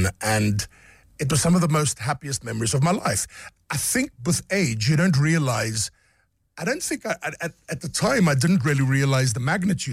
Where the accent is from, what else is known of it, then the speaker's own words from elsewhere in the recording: South Africa; You know, we come from South Africa. The rand doesn't stretch very far.